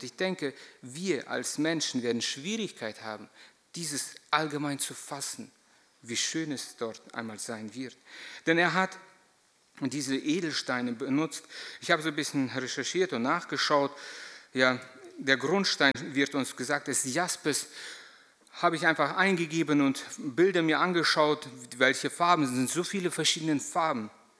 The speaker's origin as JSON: {"language": "German", "region": "Lower Saxony", "country": "Germany", "said": "Hier bei uns in Emsland damals schon konntest du das alles nicht so offen stehen lassen."}